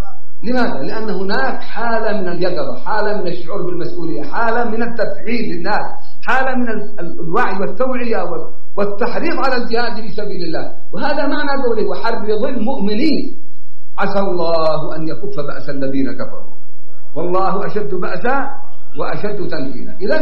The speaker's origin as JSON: {"language": "Arabic", "country": "Yemen", "said": "لو أن شعوب الأمة العربية والإسلامية على هذا النحو كما هو عندنا في اليمن، فعاليات مستمرة"}